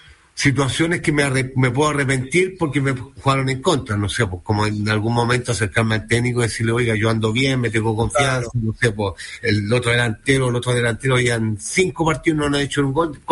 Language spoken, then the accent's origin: Spanish; Chile; las adversidades que teníamos como jugadores chilenos